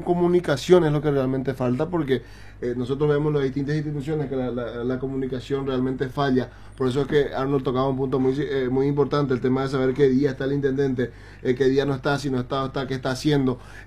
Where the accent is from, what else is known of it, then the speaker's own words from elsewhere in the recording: Presidente Franco, Alto Paraná, Paraguay; nosotros, los que estamos ya en mediana edad.